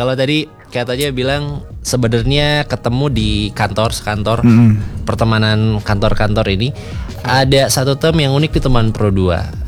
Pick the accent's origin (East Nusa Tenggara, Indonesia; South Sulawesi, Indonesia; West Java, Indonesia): West Java, Indonesia; Bandung; kebetulan aku orang Cijerah juga.